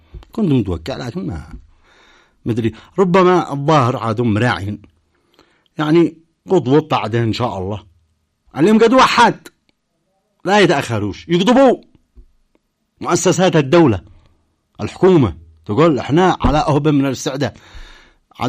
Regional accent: Yemen; أنا كمواطن يمني

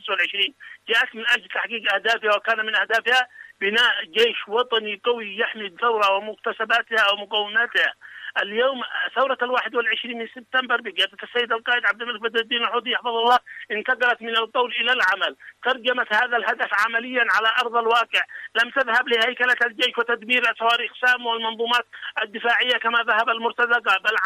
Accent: Yemen

